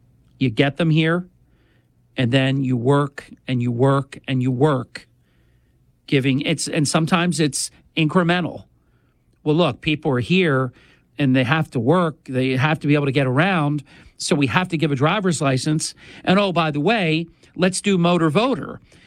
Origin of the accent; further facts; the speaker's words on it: New Jersey, United States; my home state of New Jersey.